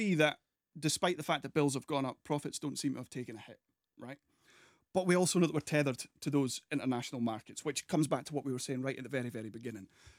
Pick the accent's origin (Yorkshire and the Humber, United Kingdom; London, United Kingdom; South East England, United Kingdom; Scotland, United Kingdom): Scotland, United Kingdom; Forfar; I'm from Forfar. I moved back to Forfar fairly recently, a couple of years ago.